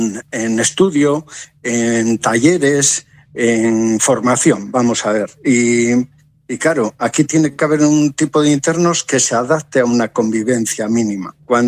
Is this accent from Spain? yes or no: yes; Cantabria, Spain; como los españoles pues somos más, o los cántabros pues somos más